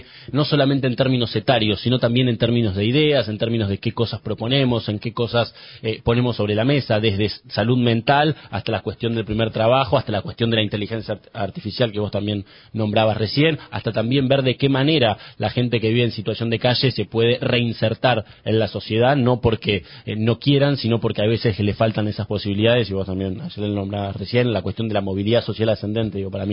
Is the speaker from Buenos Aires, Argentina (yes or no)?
yes; Buenos Aires, Argentina; yo nací, me crié y vivo en la ciudad de Buenos Aires